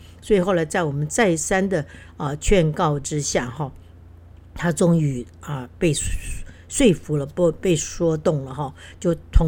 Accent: Keelung, Taiwan; 那我自己小时候也住在这个基隆的乡下

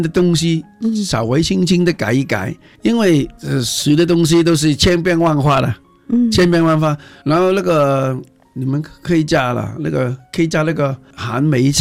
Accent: Hong Kong

